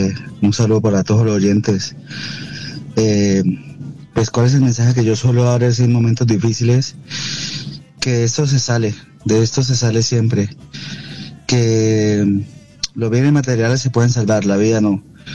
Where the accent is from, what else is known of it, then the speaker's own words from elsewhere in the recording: Colombia; qué alegre me siento ser colombiano